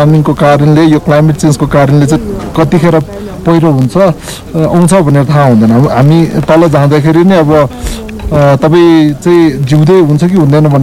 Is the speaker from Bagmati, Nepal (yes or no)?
yes; Bagmati, Nepal; मेरो घर चाहिँ यतै क्याङजिन गोसाङकुण्ड गाउँपालिका वार्ड नम्बर 4